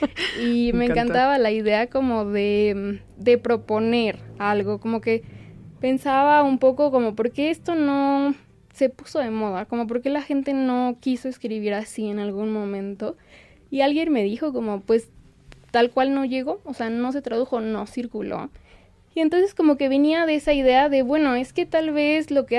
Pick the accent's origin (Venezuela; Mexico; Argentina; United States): Mexico; Guadalajara, Jalisco; moved away; soy de Guadalajara, me mudé acá hace un rato